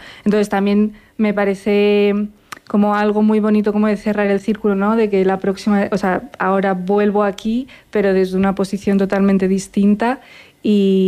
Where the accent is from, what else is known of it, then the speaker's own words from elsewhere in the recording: Madrid, Community of Madrid, Spain; De Madrid, bueno, soy medio sueca, medio española.